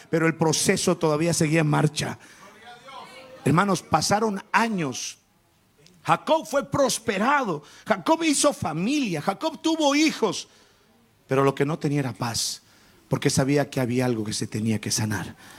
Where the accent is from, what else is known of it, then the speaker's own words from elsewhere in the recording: Bolivia; ahorita en mi país, estamos en una situación caótica.